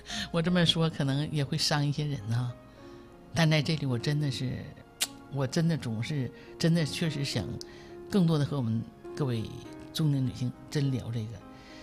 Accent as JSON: {"language": "Chinese", "town": "Jinzhou", "region": "Liaoning", "country": "China", "said": "我们东北人叫割了瓣啊，锦州人啊"}